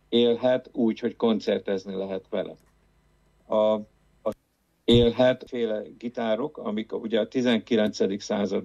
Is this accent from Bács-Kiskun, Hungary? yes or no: yes; Baja, Bács-Kiskun, Hungary; egy kisvárosban nőttem fel, ugye Baja az nem egy nagyváros. Magyarországon viszonylatokban sem.